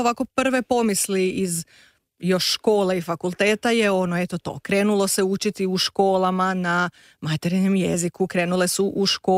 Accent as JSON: {"language": "Croatian", "country": "Croatia", "said": "E sad, ja sam došla iz Hrvatske sa Hrvatskog fakulteta i nisam imala jugoslavenstvo na fakultetu"}